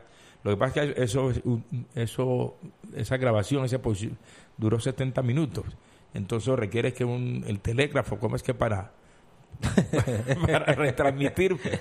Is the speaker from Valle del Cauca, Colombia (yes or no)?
yes; Buenaventura, Valle del Cauca, Colombia; mi pueblo de Buenaventura.